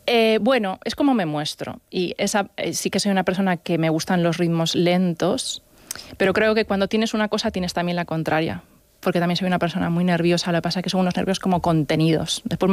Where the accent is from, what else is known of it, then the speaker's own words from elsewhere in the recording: Galicia, Spain; siendo gallega sabes que la vida diaria no es así.